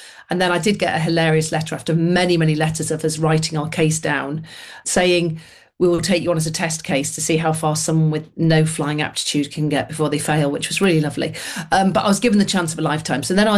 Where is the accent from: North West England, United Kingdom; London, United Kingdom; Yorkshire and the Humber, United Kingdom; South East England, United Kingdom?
North West England, United Kingdom; Manchester; So growing up in Manchester in the 1970s